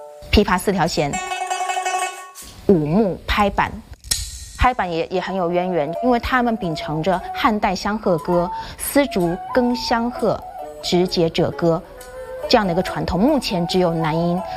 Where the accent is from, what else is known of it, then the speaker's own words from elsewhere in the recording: Quanzhou, Fujian, China; 作为一个土生土长的泉州人，很幸运能够生活在男音家庭。